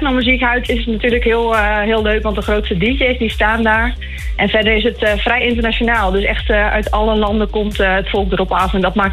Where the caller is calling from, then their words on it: Groningen, Netherlands; Uit Groningen.